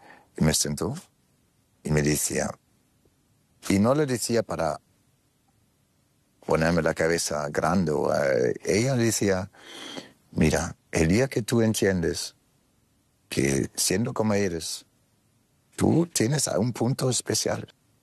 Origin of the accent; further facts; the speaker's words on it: Germany; first language de; Spanish is a second language; Cuando yo nací en Alemania, hablo perfectamente alemán. Es mi idioma maternal. Cuando estaba en Alemania, era pequeño